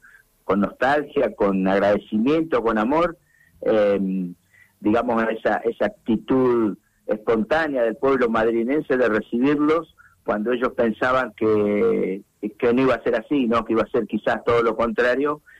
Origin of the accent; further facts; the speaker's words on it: Puerto Madryn, Chubut, Argentina; nosotros que somos madrileños